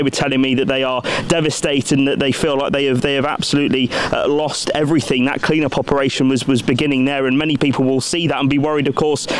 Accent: United Kingdom; We're British, Martin. We shut up and we get on with it, don't we?

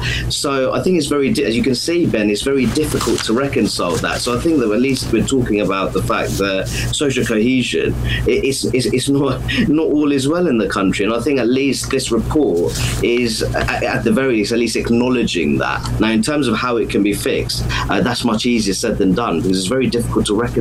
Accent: United Kingdom; I say that as a British Muslim social conservative

